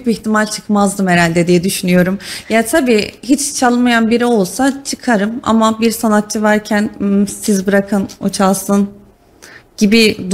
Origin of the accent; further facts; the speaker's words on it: Ankara, Turkey; moved away as an adult; now in Kayseri, Turkey; Memleketimde kalmak isterim. Mesela Ankara'da kalmak isterim.